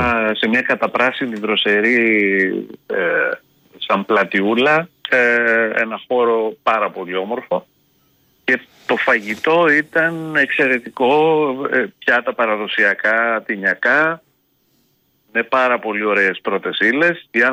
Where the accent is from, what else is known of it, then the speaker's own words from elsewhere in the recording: Preveza, Epirus, Greece; επειδή εγώ είμαι από την Πρέβεζα